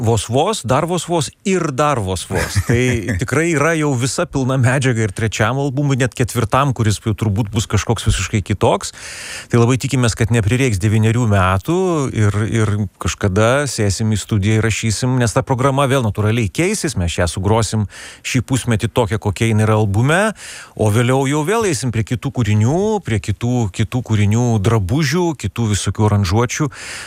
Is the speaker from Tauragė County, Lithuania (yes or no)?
no; Vilnius, Vilnius County, Lithuania; born there; aš esu vilnietis, gimęs Vilniuje, mano tėvai vilniečiai.